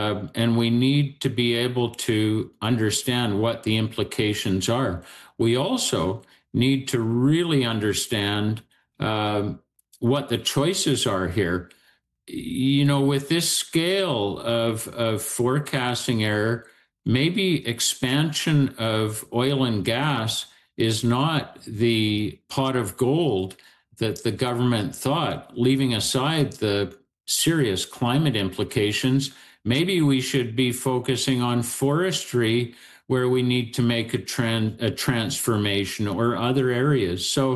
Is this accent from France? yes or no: no; British Columbia, Canada